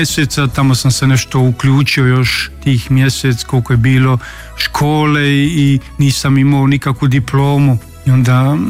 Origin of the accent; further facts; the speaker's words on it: Brčko District, Bosnia & Herzegovina; now in Osijek, Croatia; Rođen sam u Posavini, malo mjesto koje se zove Marković polje, odnosno Drenava, to je općina tadašnja bila, Brčko, pripadamo po novome, tada kad sam ja evo rođen, te 78. godine